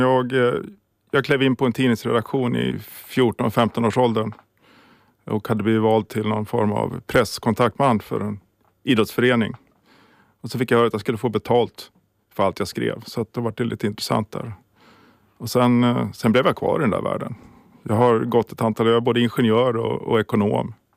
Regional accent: Sala, Västmanland County, Sweden; moved away as an adult; also born or lived in Västerås / Stockholm / Åland; Jag är född och uppvuxen i Sala. Sen har jag bott i Västerås. Och sen är jag sommarålänning har jag varit då. Så att, men nu har jag flyttat tillbaka till Sala

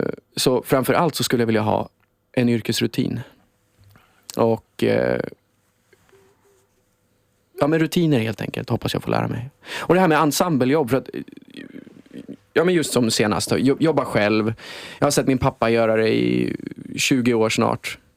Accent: Finland; det är liksom första gången som någon har erkänt mig som svensk-finne.

